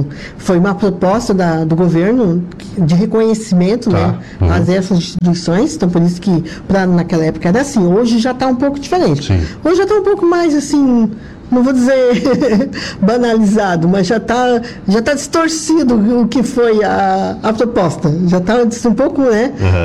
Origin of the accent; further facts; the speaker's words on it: São Paulo, Brazil; now in Santa Catarina, Brazil; Eu sou paulista